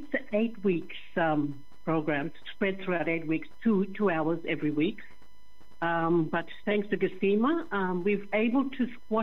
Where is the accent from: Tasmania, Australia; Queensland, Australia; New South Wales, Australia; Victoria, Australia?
Queensland, Australia; Darnley Island; moved away; very blessed to be out here at Darnley. Very beautiful Darnley, home to me.